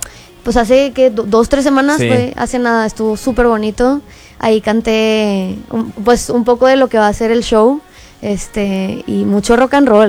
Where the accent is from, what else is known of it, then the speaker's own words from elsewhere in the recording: Monterrey, Nuevo León, Mexico; Soy de Monterrey.